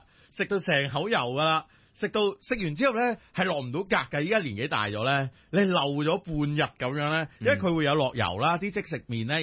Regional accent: Hong Kong; 我作为一个土生土长嘅香港人。

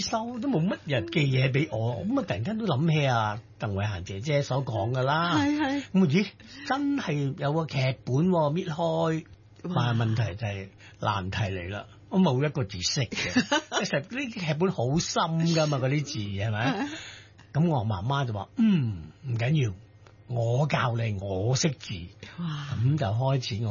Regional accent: Hong Kong; born or raised there

